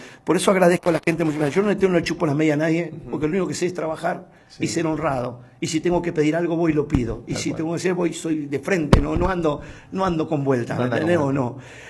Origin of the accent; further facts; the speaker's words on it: Santa Fe, Argentina; Entonces, mira, yo soy santafesino, mi papá cordobés, mi mamá entrerriana de La Paz y mi hermana correntina de la capital.